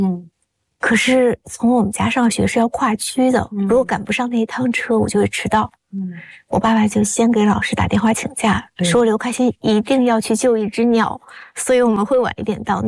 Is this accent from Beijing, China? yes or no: no; Shandong, China; accent: Jiaodong; 大家以后听到我们说英语就都知道我们是胶东人